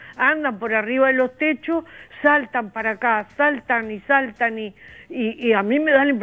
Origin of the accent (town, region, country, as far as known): Canelones, Uruguay